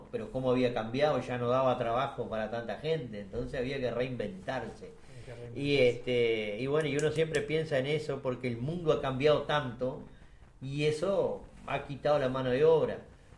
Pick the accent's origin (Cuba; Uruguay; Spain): Uruguay; born there; nosotros nacimos acá en el Uruguay